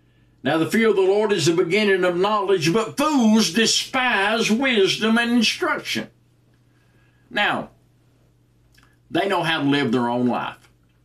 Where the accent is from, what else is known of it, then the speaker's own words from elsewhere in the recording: United States; born there; I'm grateful and honored that I was born in America